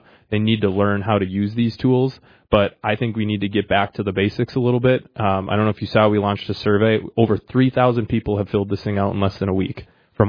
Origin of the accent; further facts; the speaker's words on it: West Fargo, North Dakota, United States; I grew up in West Fargo.